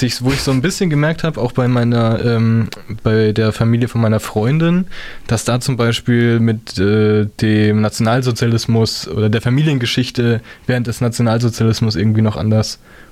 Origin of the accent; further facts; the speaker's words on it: Munich, Bavaria, Germany; moved away as an adult; now in Jena, Germany; obwohl ich bin ja aus München aufgewachsen